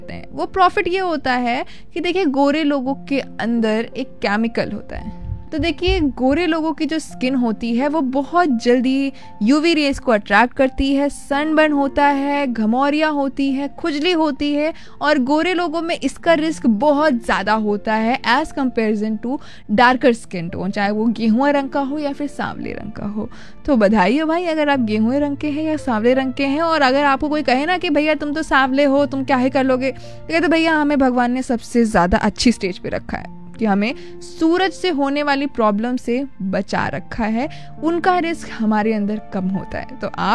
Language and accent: Hindi; Uttar Pradesh, India; हम उत्तर प्रदेश से हैं